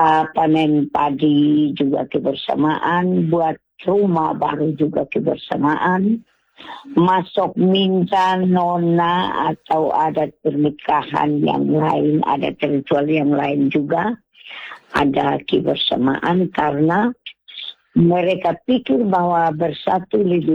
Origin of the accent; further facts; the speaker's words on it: East Nusa Tenggara, Indonesia; Jadi kalau untuk kami orang Timur TTS itu, kami mengundang pakai Oko Mama.